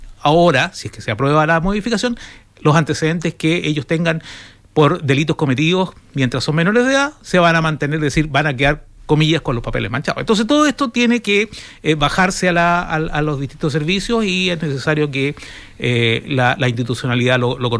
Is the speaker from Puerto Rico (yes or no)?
no; Iquique, Tarapacá, Chile; Yo soy iquiqueño, ya voy a cumplir 60 años